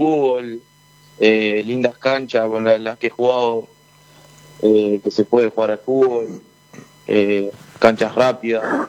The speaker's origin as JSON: {"language": "Spanish", "region": "Salto", "country": "Uruguay", "moved": "as an adult", "lives_now": "Paraguay", "said": "Salto Uruguay, sí. Queda en el norte."}